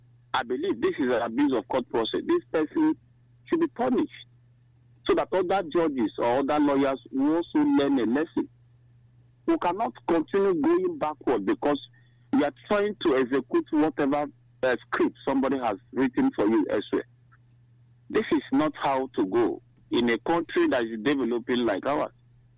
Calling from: Nigeria; I'm calling from Babi Nimbo.

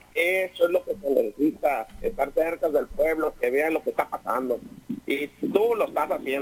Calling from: Tijuana, Baja California, Mexico; De Tijuana, de la Colonia García.

